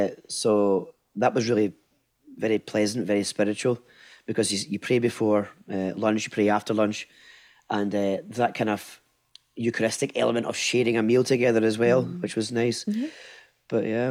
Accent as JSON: {"language": "English", "town": "Mossend", "region": "Scotland", "country": "United Kingdom", "tie": "born or raised there", "said": "my hometown in Moss End, in the parish of Holy Family Moss End"}